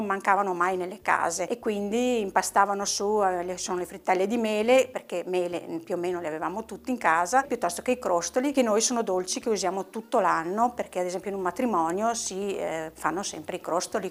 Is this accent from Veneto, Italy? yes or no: yes; Longarone, Veneto, Italy; I miei sono arrivati qui dopo il Vajont, io sono nata qui e alla fine è il mio paese